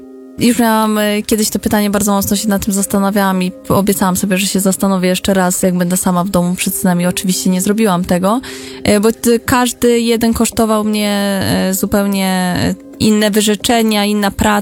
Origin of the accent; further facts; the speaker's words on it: southern Poland, Poland; stąd, skąd pochodzę, czyli z południa Polski, z miejsca, gdzie mamy górskie rzeki, gdzie jest możliwość treningu.